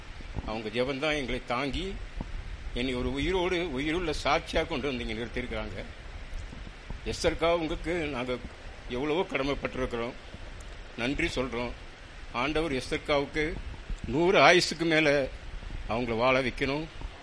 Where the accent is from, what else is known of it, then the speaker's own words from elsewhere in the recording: Coonoor, Tamil Nadu, India; moved away as an adult; now in Coimbatore, India; குன்னூர் பகுதியில் தான் நாங்கள் பிறந்து வளர்ந்தது எல்லாம் குன்னூர் தான். எஸ்ஆர்கா மூலியம் தான் நாங்கள் ஜெபிச்சு ரட்சிக்கப்பட்டோம். நான் ரட்சிக்கப்பட்டு 8 வருஷம் தான் ஆகுது.